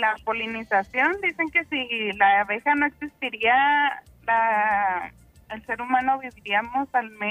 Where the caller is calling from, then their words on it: Mexico; Acá, de la Talleres.